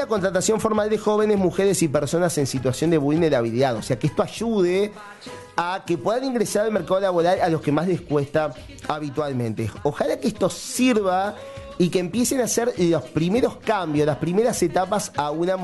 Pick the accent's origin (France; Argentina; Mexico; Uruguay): Uruguay; Dale, no dejes para el último momento como todo uruguayo